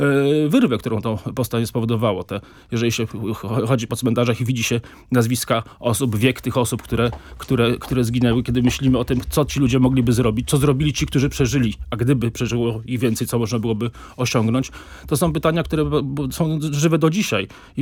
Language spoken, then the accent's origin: Polish; Warsaw, Masovian Voivodeship, Poland; mimo iż jesteśmy warszawiakami.